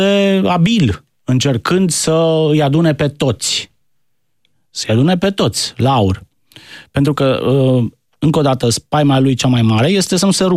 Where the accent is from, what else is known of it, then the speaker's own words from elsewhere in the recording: Romania; Sunt români. Sunt români. Noi nu prea avem coeziune de grup.